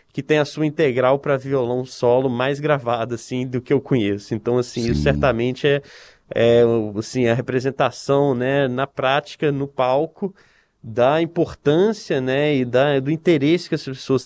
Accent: Brazil; now in United States; eu sou brasileiro.

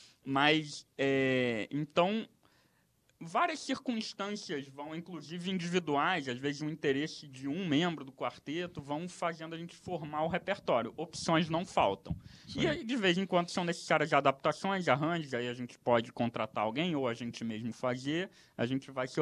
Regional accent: Brazil; E, claro, a gente, como brasileiro, a gente tem uma missão de promover a música brasileira, divulgar dentro do país e fora

